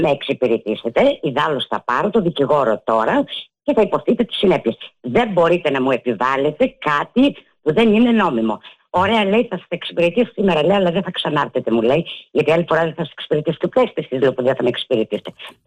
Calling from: Moschato, Attica, Greece; Είμαι από Μοσχάτο.

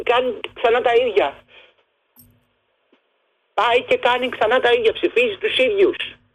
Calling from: Aegina, Attica, Greece; Εγώ είμαι από την Έγινα

